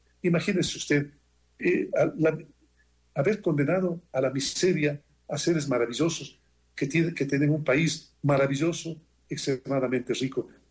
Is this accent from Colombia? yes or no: no; Ecuador; yo me quedo a vivir en mi país.